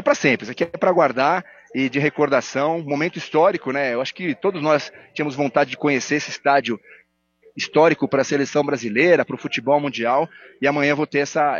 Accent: Brazil; quando eles percebem que a gente é brasileiro, eles já falam do Pelé

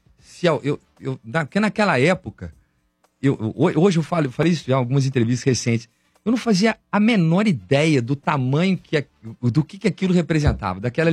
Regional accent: Belo Horizonte, Minas Gerais, Brazil; somos aqui de Belo Horizonte, somos amiga das meninas

